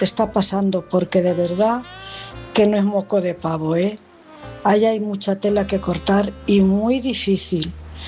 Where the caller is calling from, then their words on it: Cuenca, Castilla-La Mancha, Spain; Buenas noches … corresponsal de Cuenca.